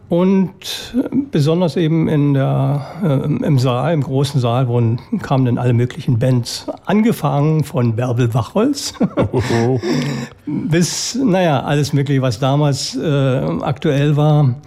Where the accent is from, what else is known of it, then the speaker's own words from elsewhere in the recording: Bad Freienwalde, Brandenburg, Germany; also born or lived in Frankfurt (Oder); now in Brieskow-Finkenheerd, Germany; Ja, ich komme ursprünglich aus Bad Freienwalde, aber ich bin seit 1957 mit Frankfurt-Oder sehr eng verbunden, erst hierher gezogen. Und jetzt allerdings vor ein paar Jahren bin ich nach Briesko-Finkenheit gezogen.